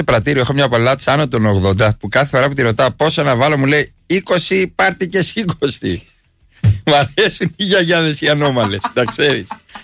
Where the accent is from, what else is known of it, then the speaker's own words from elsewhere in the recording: Arta, Epirus, Greece; Εγώ δεν είμαι από το Λακαρνανή, είμαι από την Άρτα.